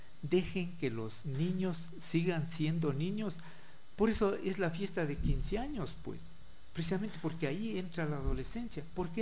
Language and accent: Spanish; San Miguel de Bolívar, Bolívar, Ecuador; moved away; Nosotros muchos de un pueblo pequeñito en donde yo nací, San Miguel de Bolívar